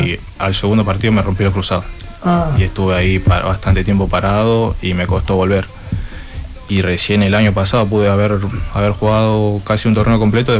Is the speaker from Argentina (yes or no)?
yes; Buenos Aires, Argentina; tengo 22 años, soy categoría 2004, soy de Villa Lugano, Villa 20 Lugano, siempre me crié ahí, siempre estuve ahí.